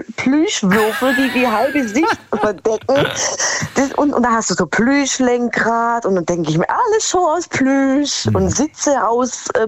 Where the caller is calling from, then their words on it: Gschwend, Baden-Württemberg, Germany; Aus Gschwend, wir kennen uns doch.